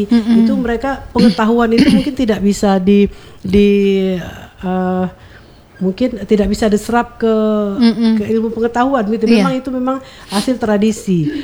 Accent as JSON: {"language": "Indonesian", "town": "Rokan Hulu", "region": "Riau", "country": "Indonesia", "tie": "born or raised there", "said": "Tradisi Borono ini mungkin karena saya besar di Rokanhulu ya."}